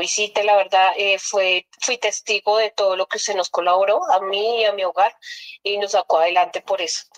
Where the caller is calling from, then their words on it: Bogotá, Colombia; Yo lo estoy llamando desde aquí, desde Bogotá, del barrio Garcés Navas